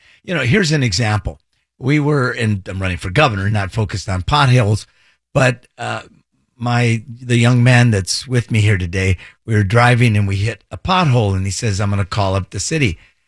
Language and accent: English; Los Angeles, California, United States; I grew up in Boyle Heights and City Terrace, so okay. The East Side.